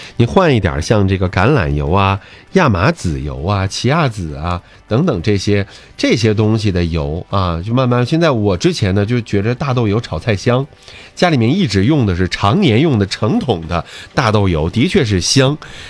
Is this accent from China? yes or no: yes; Northeast China, China; accent: Northeastern